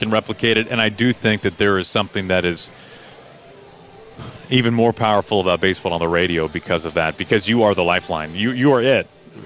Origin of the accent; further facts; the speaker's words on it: St. Louis, Missouri, United States; now in Seattle, United States; And I grew up in St. Louis